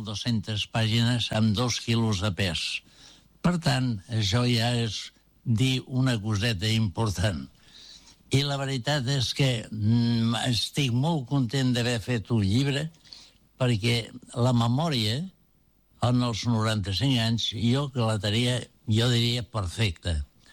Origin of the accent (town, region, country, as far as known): El Prat de Llobregat, Catalonia, Spain; born there; also born or lived in Torredembarra